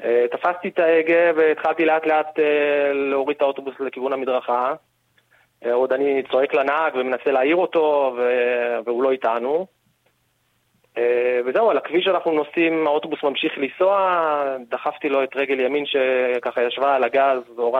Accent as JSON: {"language": "Hebrew", "town": "Tzoran", "region": "Central District", "country": "Israel", "said": "אני מהיישוב צורן."}